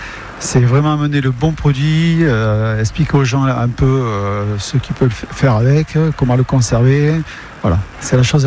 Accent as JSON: {"language": "French", "town": "Bayonne", "region": "Nouvelle-Aquitaine", "country": "France", "tie": "born or raised there", "also_born_or_lived": "Bordeaux", "moved": "as an adult", "said": "Moi, je suis né à Bayonne, j'ai grandi à Bayonne, mais je suis parti apprendre le métier à Bordeaux."}